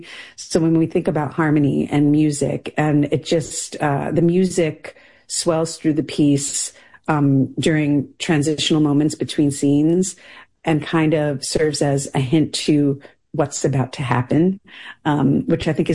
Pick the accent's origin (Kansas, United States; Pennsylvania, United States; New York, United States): New York, United States; New York City; also born or lived in Grenada; the daughter of a Grenadian man and an Italian-American woman. I grew up in New York City, but Grenada has always been my second home.